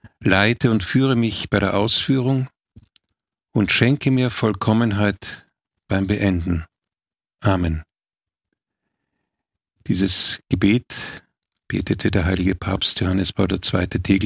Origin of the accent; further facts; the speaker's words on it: Vienna, Austria; Ich bin, wie gesagt, in Wien geboren, in einer ganz normalen bürgerlichen Familie, aufgewachsen, selbstverständlich. Damals war das noch normal in der katholischen Kirche. In die Messe gehen war mir als Kind eigentlich eine Selbstverständlichkeit